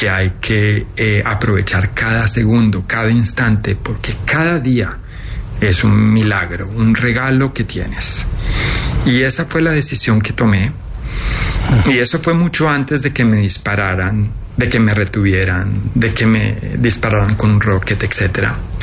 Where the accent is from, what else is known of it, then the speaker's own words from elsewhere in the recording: Colombia; como colombiano yo creo que muchos, sobre todo en mi generación, fuimos víctimas